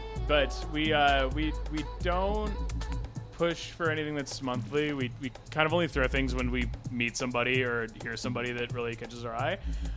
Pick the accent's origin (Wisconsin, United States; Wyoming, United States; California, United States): Wisconsin, United States; Madison; I'm from Madison, Wisconsin.